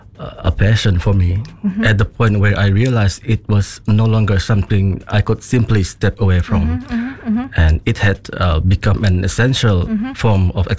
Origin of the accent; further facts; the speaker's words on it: Sarawak, Malaysia; Growing up in Borneo and particularly in Sarawak.